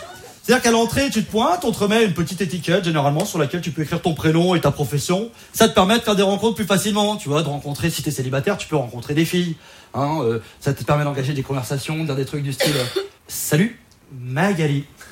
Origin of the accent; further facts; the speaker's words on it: Auvergne-Rhône-Alpes, France; Moi, je viens de Savoie, d'un petit village de montagne.